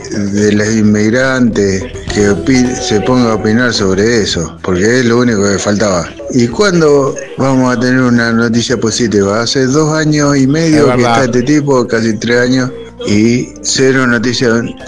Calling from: Junín, Buenos Aires Province, Argentina; soy de Junín, Buenos Aires, Argentina.

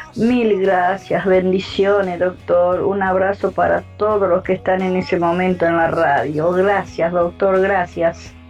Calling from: Florencio Varela, Buenos Aires Province, Argentina; yo vivo en Florencio Varela

